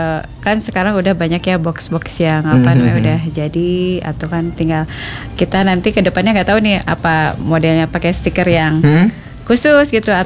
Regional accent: Tasikmalaya, West Java, Indonesia; now in Bogor, Indonesia; Luar Bogor pernah, saya kampung halaman tetap, saya kan dari Tasikmalaya ya, saya pendatang kebetulan waktu itu.

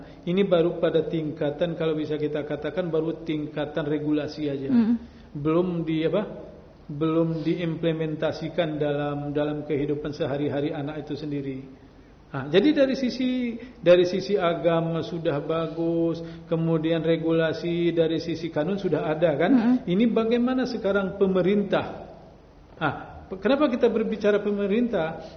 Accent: Aceh, Indonesia; kita sebenarnya masyarakat Aceh

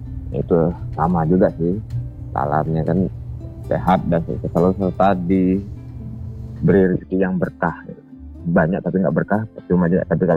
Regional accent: Deniang, Bangka Belitung Islands, Indonesia; Museum Timah itu aku nengok sejarah desa kami, yaitu desa Deniang itu.

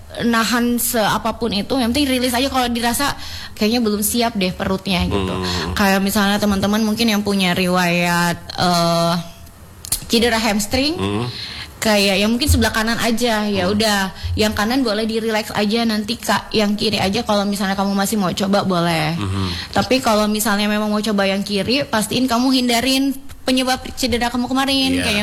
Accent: Tanjung, North Kalimantan, Indonesia; karena aku kan dari Tanjung nih, biasa main ke Tarakan, jadi biasa ikut pernah ikut kelas di Tarakan sebelum aku jadi teacher.

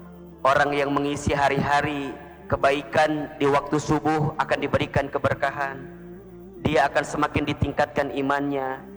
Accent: Garut, West Java, Indonesia

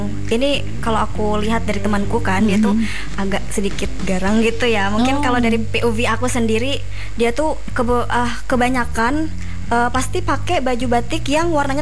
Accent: Banjarmasin, South Kalimantan, Indonesia; Kalau aku sih sasirangan kak, karena memang daerahnya tuh Banjarmasin kan.

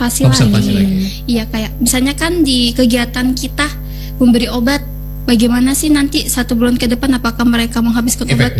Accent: Samarinda, East Kalimantan, Indonesia; Kalau saya bukan domisili Makassar, saya orang Samarinda.

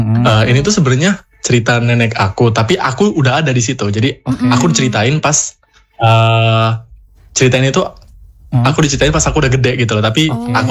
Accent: Tanggamus, Lampung, Indonesia; now in Bandar Lampung, Indonesia; Dari Tanggamus, cuma sekarang lagi kuliah di Bandung Lampung gitu.

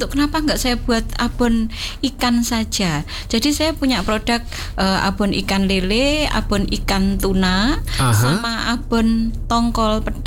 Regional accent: Madiun, East Java, Indonesia; Saya dari Kota Madiun.

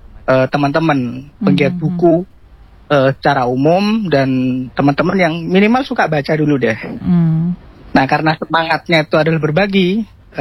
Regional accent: Yogyakarta, Special Region of Yogyakarta, Indonesia; now in Rote, Indonesia; Saya aslinya Jogja, sekarang di Rote ikut istri yang lagi dinas di sini.

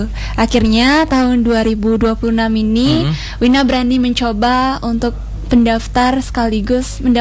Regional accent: Bali, Indonesia; aku asalnya dari Desa Sambangan.

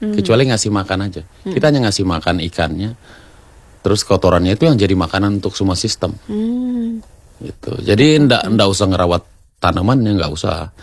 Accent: Sulawesi, Indonesia; kita orang Sulawesi

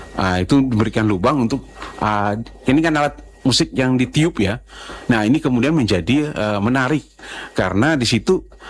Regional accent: Ambon, Maluku, Indonesia; Nah, hari ini kita akan bicara tentang maestronya adalah yang kita orang Ambon bilang Opa Loli.

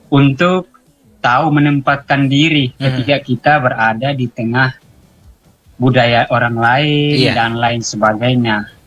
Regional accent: Kefamenanu, East Nusa Tenggara, Indonesia; now in Jakarta, Indonesia; Saya aslinya orang Kepa.

